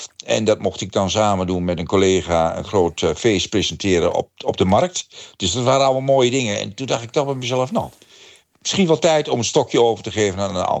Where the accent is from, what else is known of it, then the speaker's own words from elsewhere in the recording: Gelderland, Netherlands; En ik was vroeger wel eens discjockey geweest in de Achterhoek, onder andere, waar ik vandaan kom.